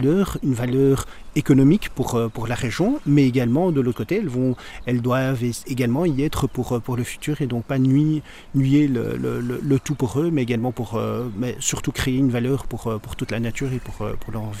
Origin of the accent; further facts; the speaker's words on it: Belgium; Mais j'aime beaucoup la Zélande, mais je suis belge, hein, vous l'entendez, mais je travaille aux Pays-Bas